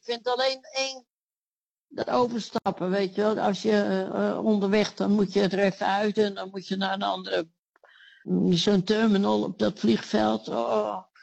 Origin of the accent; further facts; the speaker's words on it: Netherlands; moved away as an adult; Toch 21 jaar in Nederland gewoond.